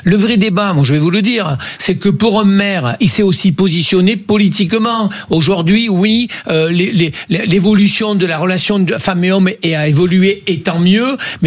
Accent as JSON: {"language": "French", "town": "Montpellier", "region": "Occitanie", "country": "France", "said": "Moi je vois bien, je suis de Montpellier, il a eu raison."}